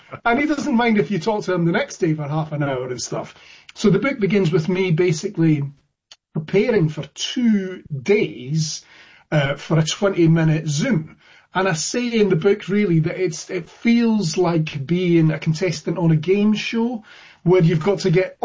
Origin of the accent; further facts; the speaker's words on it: Scotland, United Kingdom; And also because, as your listeners might hear, I'm Scottish, right?